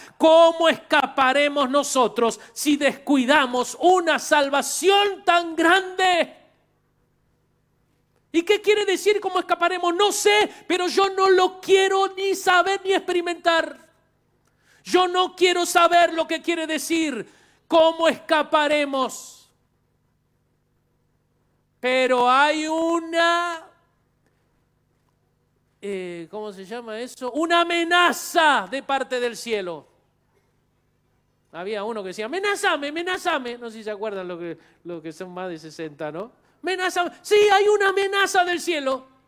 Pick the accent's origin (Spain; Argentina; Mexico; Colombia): Argentina; Quilmes, Buenos Aires Province; born there; somos cuatro hermanos nosotros, nacimos todos en Quilmes